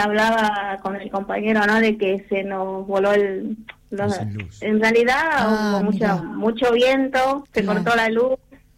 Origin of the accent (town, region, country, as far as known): Puerto Viejo, Jujuy, Argentina